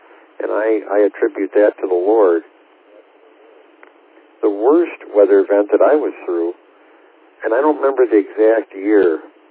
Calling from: Sylvania, Ohio, United States; I lived in another part of Sylvania in a house that I ended up living there for 40 years before I moved to where I am now.

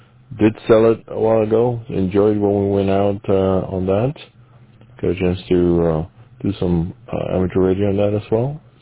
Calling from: Cedar Rapids, Iowa, United States; It's going to be a rainy day here in Cedar Rapids, Iowa today.

